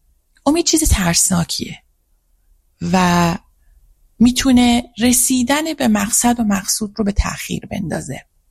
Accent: Iran; فکر کردم که خانه من در وطنم در حال سوختنه

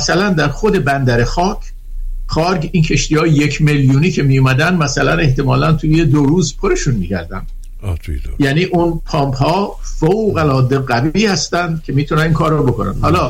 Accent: Abadan, Khuzestan, Iran; moved away; من خودم در آبادان بزرگ شدم

